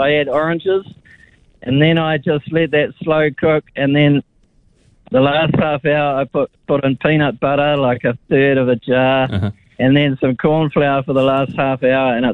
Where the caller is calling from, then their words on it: Cambridge, Waikato, New Zealand; No, I'm not from Marlborough. I'm from Cambridge.